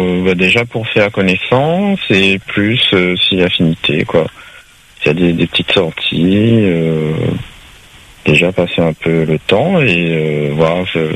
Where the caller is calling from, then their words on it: Saint-Denis, Réunion; Je suis de Saint-Denis, donc Saint-Denis, les alentours.